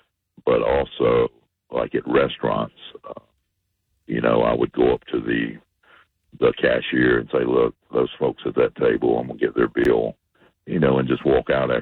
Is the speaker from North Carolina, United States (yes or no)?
yes; North Carolina, United States; now in New Jersey, United States; I'm actually from North Carolina, and I did the dumb thing and moved to Jersey.